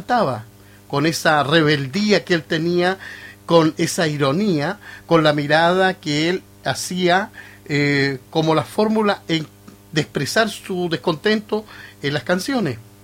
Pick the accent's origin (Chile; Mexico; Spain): Chile; nuestro aniversario patrio